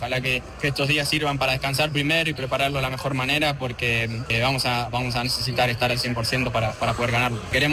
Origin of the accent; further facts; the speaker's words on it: Argentina; nosotros como argentinos no aceptamos algo más que la victoria